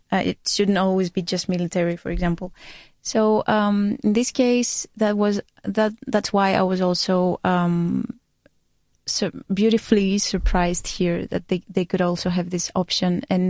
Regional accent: Greece; moved away; I'm from Greece.

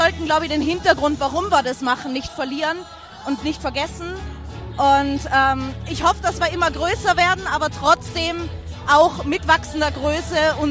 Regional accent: Zirl, Tyrol, Austria; moved away as an adult; now in Munich, Germany; Ich bin eigentlich gebürtiger Zierler.

